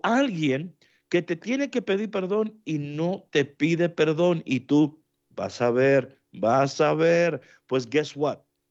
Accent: Dominican Republic; now in León, Mexico; como dicen por ahí en mi país de la República Dominicana.

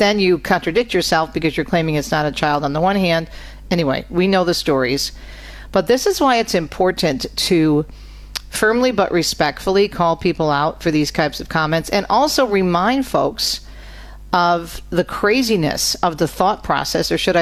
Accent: Michigan, United States; my home state of Michigan.

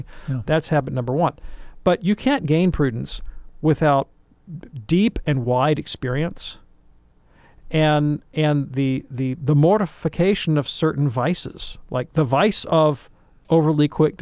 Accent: Alabama, United States; I think about where I'm from, which is Alabama. I'm from the South.

